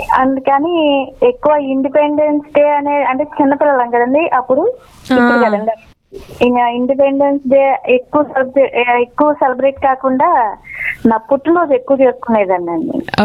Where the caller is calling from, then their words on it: Bhimavaram, Andhra Pradesh, India; మాది భీమవరం అండి.